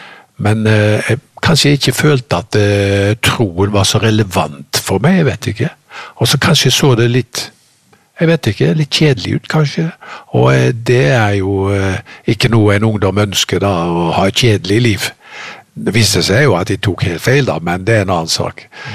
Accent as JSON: {"language": "Norwegian", "town": "Haugesund", "region": "Rogaland", "country": "Norway", "tie": "born or raised there", "said": "jeg kommer jo da fra Haugesund opprinnelig, selv om dialekten er litt avslept med årene, for jeg har bodd mange steder, så er det Haugesund som er fødebyen."}